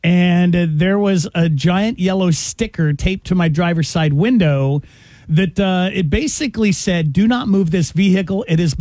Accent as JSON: {"language": "English", "town": "Denver", "region": "Colorado", "country": "United States", "tie": "born or raised there", "said": "You know what's ironic is I grew up in Denver, right? Denver is where they created the boot."}